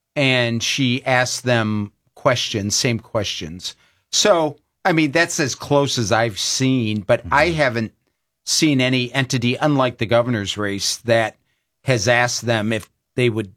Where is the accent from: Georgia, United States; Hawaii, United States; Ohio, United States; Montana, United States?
Ohio, United States; Toledo; moved away; I'm originally from Toledo.